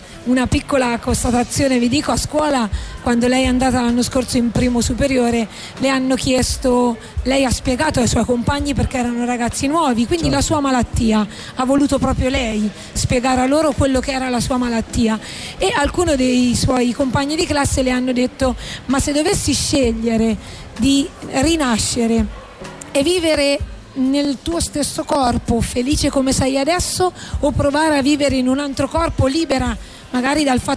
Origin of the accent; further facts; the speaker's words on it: Gubbio, Umbria, Italy; noi veniamo da Gubbio.